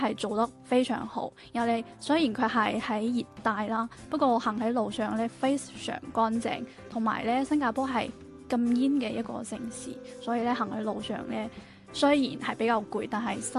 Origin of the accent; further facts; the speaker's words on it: Guangdong, China; 因為我屋企就都係廣東人